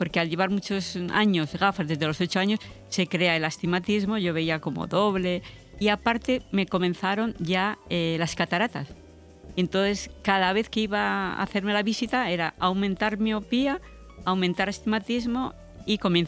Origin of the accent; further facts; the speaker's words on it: Miranda de Ebro, Castile and León, Spain; born there; Yo nací en Miranda de Ebro, en Burgos. Fui a vivir con la familia Bilbao.